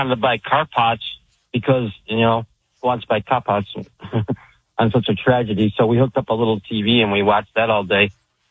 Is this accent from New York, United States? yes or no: yes; New York, United States; now in Maui, United States; I was born in New York and grew up there.